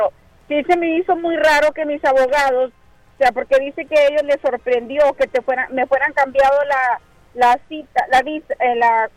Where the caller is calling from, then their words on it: Rio Grande City, Texas, United States; Yo vivo en Río Grande City.